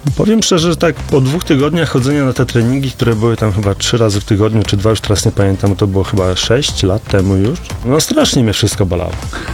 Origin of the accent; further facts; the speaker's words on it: Biskupiec, Warmian-Masurian Voivodeship, Poland; Tam u mnie na terenie gminy Biskupiec, bo pochodzę z gminy Biskupiec.